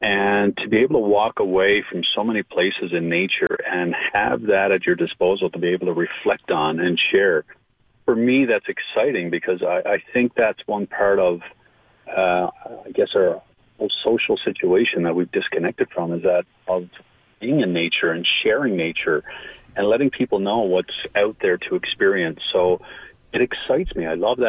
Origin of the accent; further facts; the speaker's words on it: Newfoundland and Labrador, Canada; especially as a Newfoundlander and Labradorian and being exposed to the coast so much